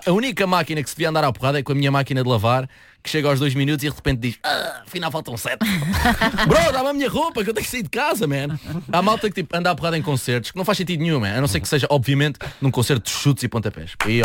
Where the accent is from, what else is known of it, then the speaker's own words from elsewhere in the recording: Brazil; Porque eu cresci no Brasil e eu já vi mais sinais a voar do que aviões comerciais.